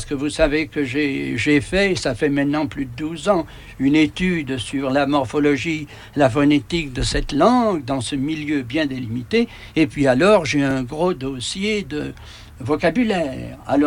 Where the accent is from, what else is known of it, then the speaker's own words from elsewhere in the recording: Vinzelles, Auvergne-Rhône-Alpes, France; also born or lived in Lezoux; de mon pays natal Vinzelle et de Saint-Laure où j'habite en ce moment